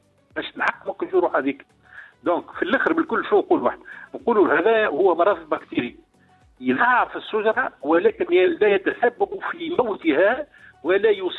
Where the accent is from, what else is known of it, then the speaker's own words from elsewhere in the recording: Sahel, Tunisia; عندنا في الساحل